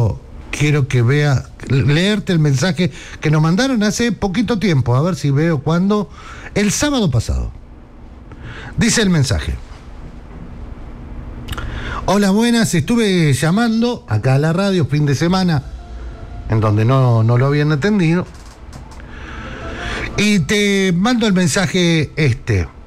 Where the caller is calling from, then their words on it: Berisso, Buenos Aires Province, Argentina; Soy de Berisso, barrio El Carmen.